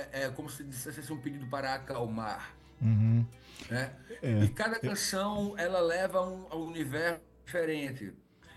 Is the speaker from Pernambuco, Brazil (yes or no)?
yes; Serra Talhada, Pernambuco, Brazil; porque eu venho do Serra Talhada e venho de uma época em que muita gente aceitava os desígnios da vida, né?